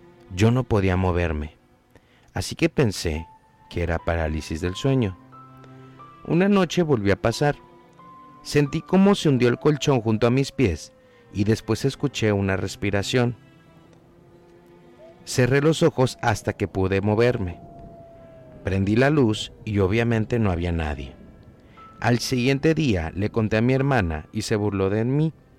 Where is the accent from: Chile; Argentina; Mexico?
Mexico; Porque somos muy mexicanos, y ni modo.